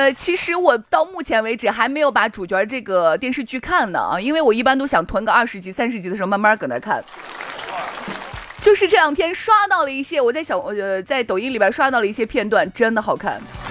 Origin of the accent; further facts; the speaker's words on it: Shaanxi, China; 我们陕西话里边有一些字音，有一些发音的方式